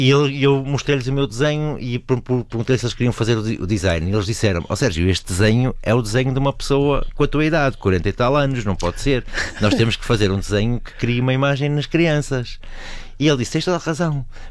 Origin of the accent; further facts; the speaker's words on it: Porto, Portugal; Há salas de cinema, por exemplo, a sala de cinema que eu ia era no Bonfim, que é a freguesia ao lado, não é? Não era na minha freguesia.